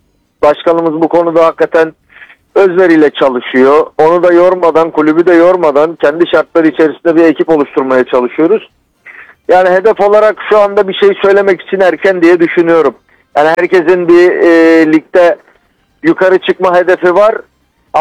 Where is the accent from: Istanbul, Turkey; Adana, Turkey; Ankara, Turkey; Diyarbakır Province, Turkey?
Adana, Turkey; Adana benim memleketim.